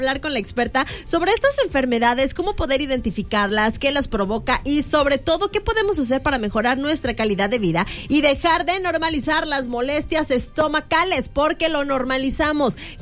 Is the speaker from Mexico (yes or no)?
yes; Mexico; aquí los mexicanos